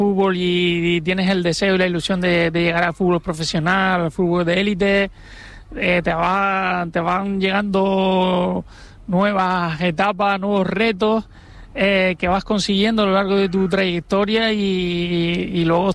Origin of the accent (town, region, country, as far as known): Canary Islands, Spain